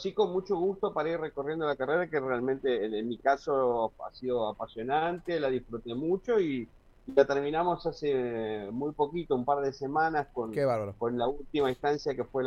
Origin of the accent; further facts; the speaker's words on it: Sunchales, Santa Fe, Argentina; yo soy de Sunchales